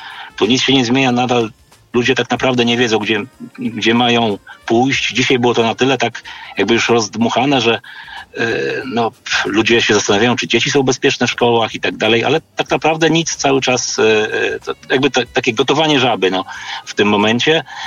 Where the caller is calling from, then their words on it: Lublin, Lublin Voivodeship, Poland; z Lublina